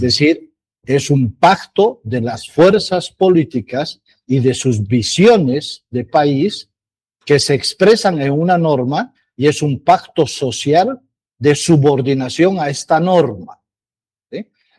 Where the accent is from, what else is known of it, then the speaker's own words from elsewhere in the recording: Bolivia; somos los bolivianos los que terminamos pagando los platos rotos